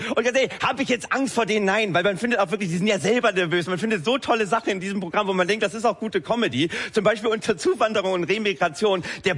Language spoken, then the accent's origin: German; Lower Saxony, Germany; Nein, ich komme ja aus Niedersachsen. Ne? Hinter jeder Idylle lauert die Gülle. Du, ja. Meine Heimat Oldenburger Land, da wo Mensch und Tier enger zusammenleben, als es von der Natur vorgesehen war.